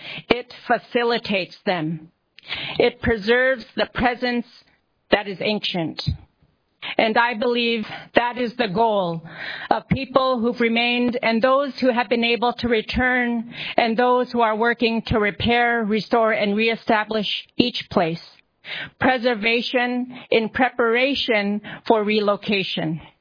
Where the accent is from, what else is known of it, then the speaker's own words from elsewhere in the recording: Chefornak, Alaska, United States; I am from Shefornik. Even if I want to speak in Yupik, I will speak English so that you all understand and things don't get lost in translation.